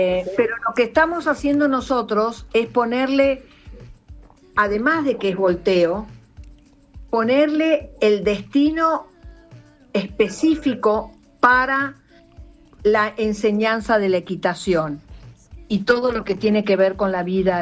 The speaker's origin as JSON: {"language": "Spanish", "country": "Argentina", "said": "somos dos argentinas"}